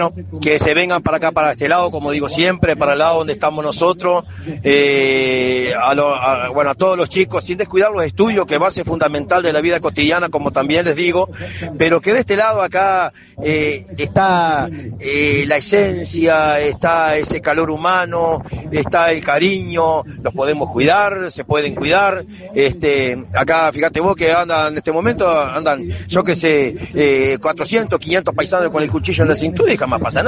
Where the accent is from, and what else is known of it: Uruguay